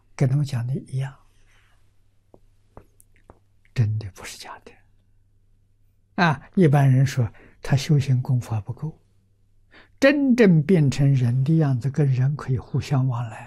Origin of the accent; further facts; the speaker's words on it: Anhui, China; moved away; also born or lived in Nanjing; 我们家乡出米，属于芜湖这个地区